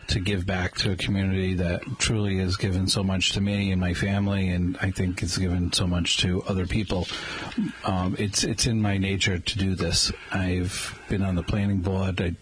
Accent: Somerset, Massachusetts, United States; I come from Somerset.

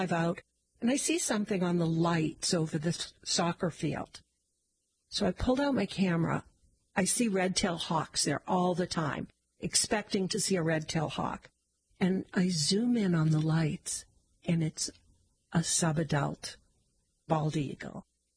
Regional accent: Wellesley, Massachusetts, United States; also born or lived in Arlington; My parents were from Belmont. So initially we lived in Arlington, right next to Belmont. But my father was working for Polaroid and wanted to move out to Wellesley.

